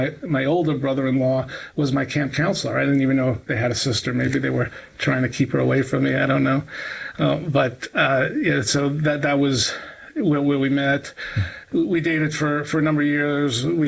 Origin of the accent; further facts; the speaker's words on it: Brooklyn, New York, United States; My neighborhood, by the way, where I grew up in Brooklyn, I grew up in a neighborhood that was 99% Jewish, right?